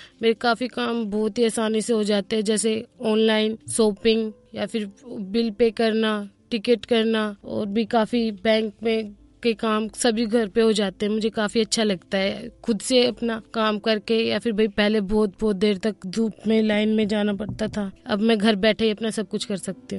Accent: Agra, Uttar Pradesh, India; मैं आगरा से बिलोंग करती हूँ।

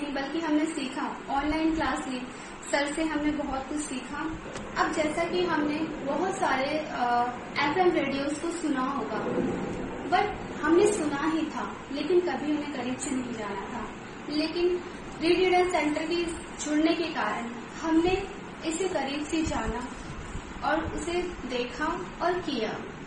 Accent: Delhi, India; और मैं दिल्ली से हूँ।

